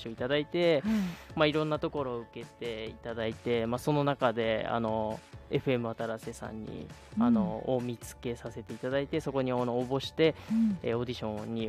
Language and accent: Japanese; Yūki, Ibaraki, Japan; moved away; 僕もともと茨城県で、田舎、かなり田舎なんですよね、結城市って。でそこからちょっと東京の方の大学に、行って